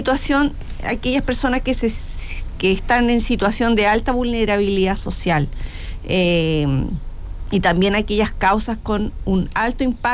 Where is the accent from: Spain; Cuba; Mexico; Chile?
Chile; Curanilahue, Biobío; estamos aquí en Curanilagüe, sabemos la cercanía, soy persona oriunda de Curanilagüe